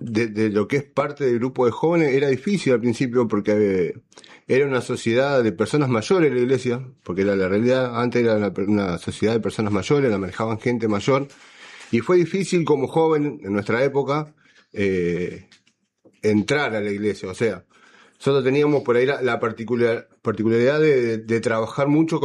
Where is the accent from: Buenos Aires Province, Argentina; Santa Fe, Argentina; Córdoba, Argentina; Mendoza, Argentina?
Santa Fe, Argentina; Maciel; moved away; Yo arranqué en Maciel, yo soy de Maciel, arranqué en Maciel trabajando en este grupo de perseverancia